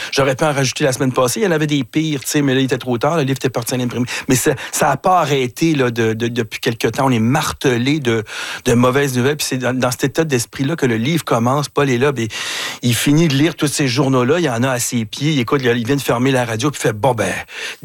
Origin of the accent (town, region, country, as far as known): Montreal, Quebec, Canada; born or raised there